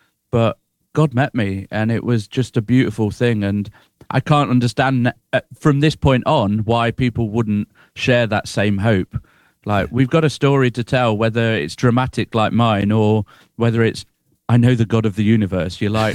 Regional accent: East Midlands, United Kingdom; moved away as an adult; also born or lived in France; now in Sutton in Ashfield, United Kingdom; Yeah, Nottinghamshire boy, born and bred. But I have lived in various parts of the country, and I also lived in France for 4 years.

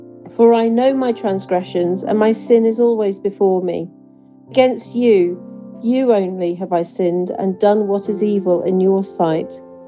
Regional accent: Chippenham, South West England, United Kingdom; from Chippenham, Wiltshire.

